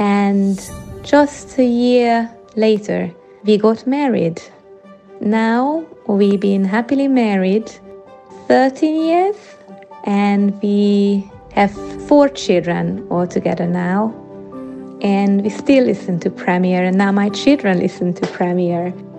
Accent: Hungary; now in United Kingdom; I grew up in Hungary, and church there is very different than the one we have here in the UK.

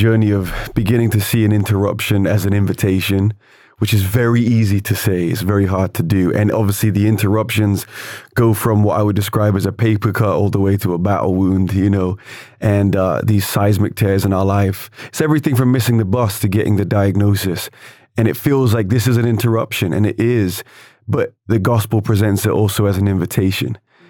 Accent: England, United Kingdom; I would say, as an Englishman, you know, we don't necessarily have the most integrated culture when it comes to our lament and our grief.

